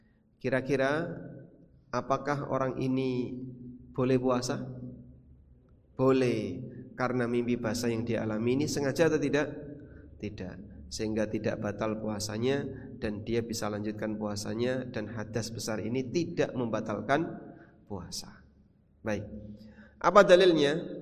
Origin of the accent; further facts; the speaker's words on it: Lamongan, East Java, Indonesia; now in Yogyakarta, Indonesia; Saya yang aslinya dari Lamongan sampai SMA lulus belum pernah ketemu ada budaya padusan menjelang tanggal 1 Ramadan.